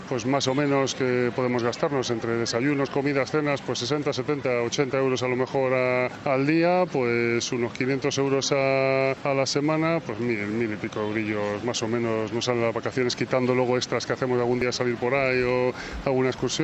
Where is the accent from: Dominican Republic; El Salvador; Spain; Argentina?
Spain; Madrid, Community of Madrid; Somos una familia de Madrid, compuesta de, bueno, somos cuatro en la familia, y venimos un par de veces, así temporadas largas, a Santander 2 veces al año.